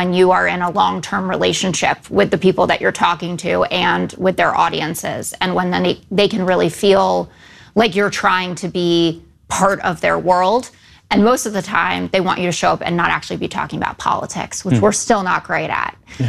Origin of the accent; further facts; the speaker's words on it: New York City, New York, United States; I grew up in New York City, very liberal family, school with all liberals.